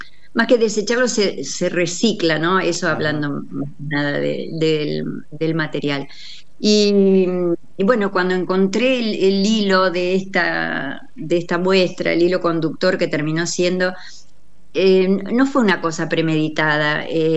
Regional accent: La Bulalle, Córdoba, Argentina; born there; Yo soy cordobesa, pero sin acento porque vengo del sur. Nací en La Bulalle, provincia de Córdoba.

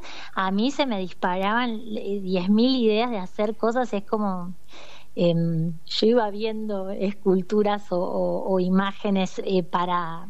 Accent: Florencio Varela, Buenos Aires Province, Argentina; moved away as an adult; also born or lived in Trelew; Yo soy oriunda de Buenos Aires, de Florencio Varela, de la zona sur de Buenos Aires. Y a los 23 años decidí venirme al sur.

